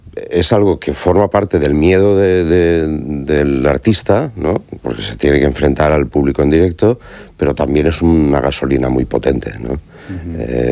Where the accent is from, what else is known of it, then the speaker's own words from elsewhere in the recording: Alcoy, Valencian Community, Spain; born there; Bañeres, que es una ciudad que está cerquita de mi pueblo, en Alcoy.